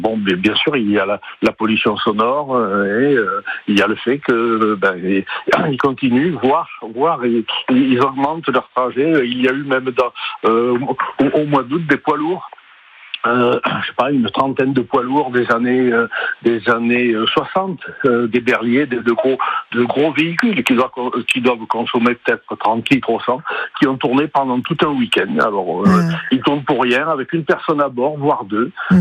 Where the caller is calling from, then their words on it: Saint-Julien-en-Vercors, Auvergne-Rhône-Alpes, France; Oui, j'habite à Saint-Julien-en-Vercors.